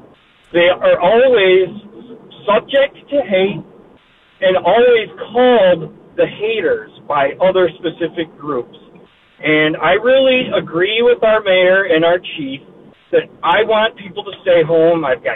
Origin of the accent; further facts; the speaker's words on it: Dearborn, Michigan, United States; in my hometown. I am a white Christian man. I've lived in Dearborn my entire life.